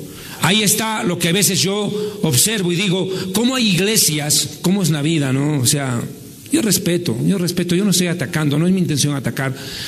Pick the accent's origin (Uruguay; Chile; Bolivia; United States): Bolivia; moved away; lo justo es que yo venga a Bolivia y me despida ante mis paisanos